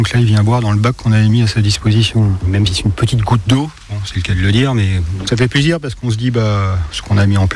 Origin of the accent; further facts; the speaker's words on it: Fontainebleau, Île-de-France, France; Moi, je suis né à Fontainebleau, je suis toujours resté dans le secteur. Donc ça fait plus de 50 ans que je sillonne la forêt de Fontainebleau.